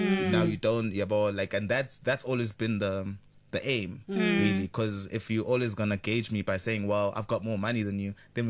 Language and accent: English; Empangeni, KwaZulu-Natal, South Africa; born there; So I guess I was born in Empangeni in KZN